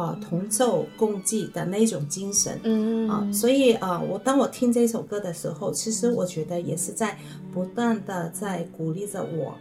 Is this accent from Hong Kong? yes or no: yes; Hong Kong; 这是我们香港人的一个很非常的著名的一个